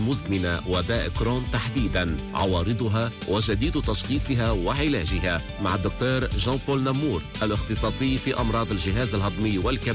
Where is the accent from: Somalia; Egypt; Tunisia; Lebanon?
Lebanon; نحن كلبنانيين